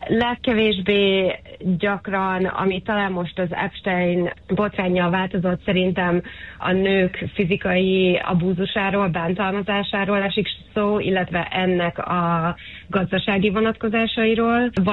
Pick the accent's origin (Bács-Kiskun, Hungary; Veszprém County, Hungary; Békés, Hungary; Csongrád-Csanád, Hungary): Csongrád-Csanád, Hungary; Szeged; moved away as an adult; Így van, Szegeden születtem, és büszke szegedi vagyok.